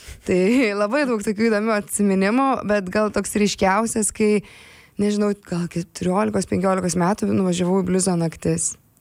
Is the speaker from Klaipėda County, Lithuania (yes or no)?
no; Lyduokiai, Vilnius County, Lithuania; Aš užaugau Ukmergės rajone, net ne pačioje Ukmergėje. Ir gimiau tokiam Lyduokių miestelį.